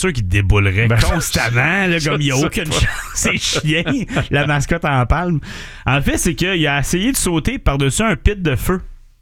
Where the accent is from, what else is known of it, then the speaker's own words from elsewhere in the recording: Dorval, Quebec, Canada; accent: West Island; Moi, je viens de Dorval. L'accent du West Island est très, très prononcé.